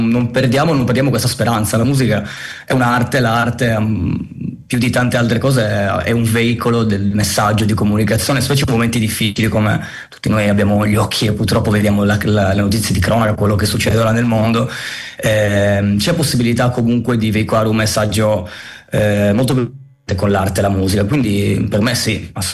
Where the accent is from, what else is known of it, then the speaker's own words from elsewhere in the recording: Sardinia, Italy; moved away as an adult; also born or lived in Cagliari; now in Turin, Italy; io sono arrivato qua a Torino nel 2021 come studente fuori sede. Sono della Sardegna. Sud Sardegna.